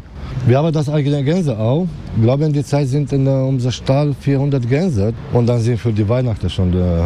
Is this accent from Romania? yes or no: yes; Romania; now in Hamburg, Germany; Ich komme aus Rumänien.